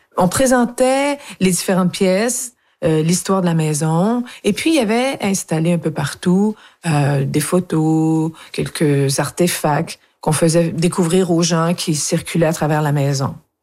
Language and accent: French; Saint-Octave-de-Métis, Quebec, Canada; born there; Oui, je suis née à Saint-Octave-de-Métis, à 5 km de ces jardins fabuleux que nous allons visiter.